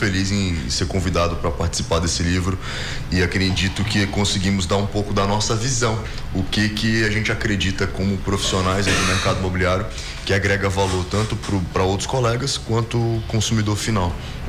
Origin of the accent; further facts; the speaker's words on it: Manaus, Amazonas, Brazil; Eu falo isso como manauara